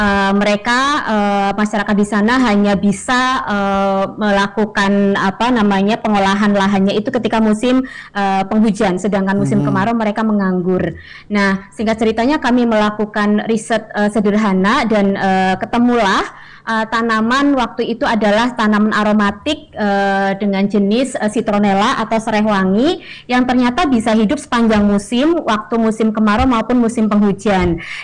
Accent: Brebes, Central Java, Indonesia; born there; di sebuah desa di tanah kelahiran saya di Brebes

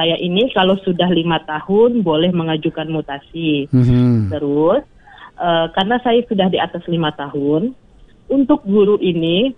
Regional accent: West Kalimantan, Indonesia; Saya memang asalnya di Kabupaten Sanggau, cuma penempatannya itu di Desa Penyalimau Jaya.

